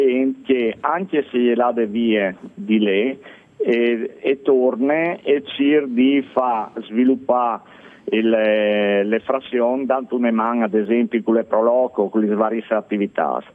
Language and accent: Italian; Friuli-Venezia Giulia, Italy; moved away; sono originario dall'Udinese, dall'Iterland Udinese